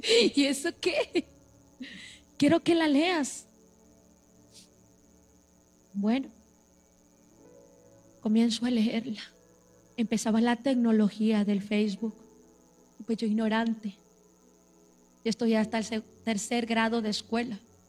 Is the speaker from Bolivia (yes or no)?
no; Monterrey, Nuevo León, Mexico; Nos hablábamos de usted porque yo hablaba como colombiana. Por eso hoy en la actualidad muchas veces estoy en algunos lugares y la gente me pregunta: pues ¿de dónde eres? Soy de Monterrey, Nuevo León.